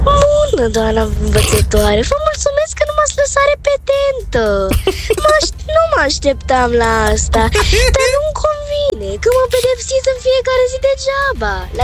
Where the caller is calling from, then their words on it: Brașov, Brașov County, Romania; din Brașov.